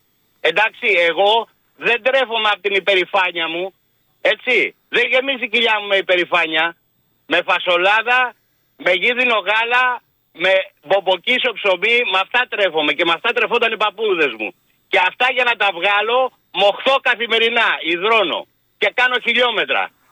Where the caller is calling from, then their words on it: Greece; Η εθνικότητά μου είναι πληρωμένη με αίμα. Και είμαι Έλληνας.